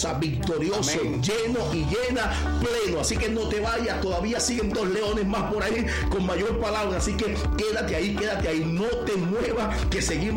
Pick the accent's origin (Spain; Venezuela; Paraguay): Venezuela